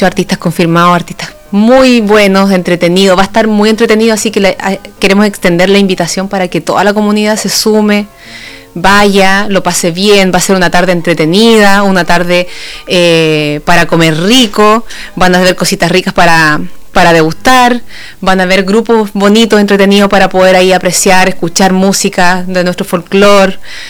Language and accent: Spanish; Santa Cruz, O'Higgins, Chile; Bueno, yo soy nacida y criada aquí en Santa Cruz, en tierra santacruzana.